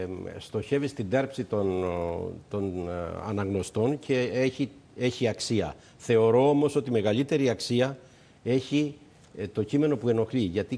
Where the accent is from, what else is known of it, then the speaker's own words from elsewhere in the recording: Crete, Greece; Η Κρήτη είναι η πατρίδα μου που την αγαπώ ιδιαίτερα. Ο τόπος που γεννήθηκα και μεγάλωσα και έζησα σχεδόν όλα μου τα χρόνια.